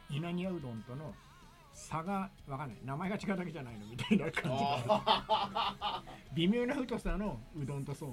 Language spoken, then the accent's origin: Japanese; Shizuoka, Japan; now in Tokyo, Japan; 俺が上京するぐらいの時に静岡に吉牛がいくつかできて。